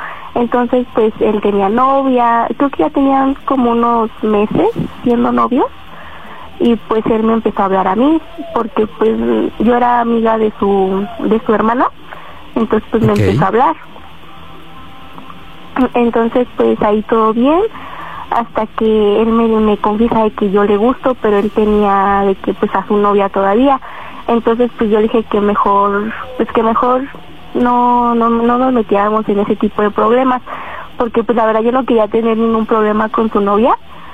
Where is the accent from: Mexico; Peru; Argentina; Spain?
Mexico; State of Mexico; Tengo 13 años y soy del Estado de México.